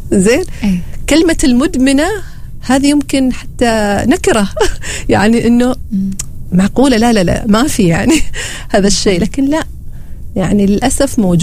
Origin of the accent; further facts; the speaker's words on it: Oman; عندنا في عمان